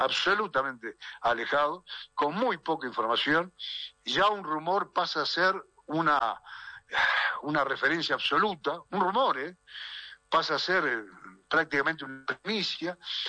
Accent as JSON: {"language": "Spanish", "country": "Uruguay", "said": "Los responsables somos los uruguayos."}